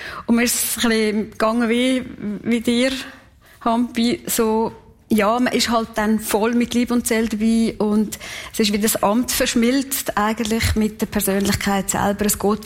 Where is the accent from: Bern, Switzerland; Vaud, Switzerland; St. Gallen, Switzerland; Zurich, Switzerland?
St. Gallen, Switzerland; Kaltbrunn; born or raised there